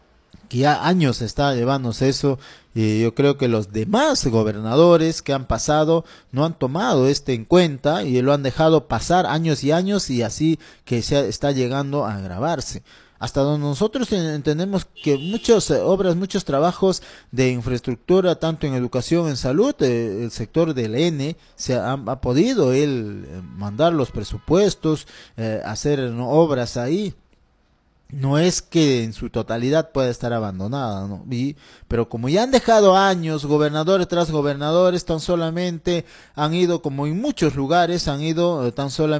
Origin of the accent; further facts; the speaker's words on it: Peru; Somos peruanos